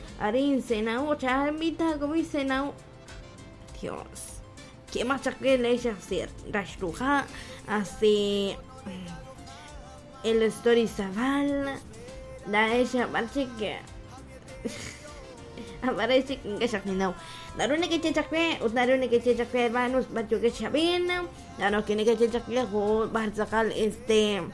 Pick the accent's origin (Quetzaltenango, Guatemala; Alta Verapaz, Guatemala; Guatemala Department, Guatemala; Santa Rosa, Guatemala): Alta Verapaz, Guatemala; Cobán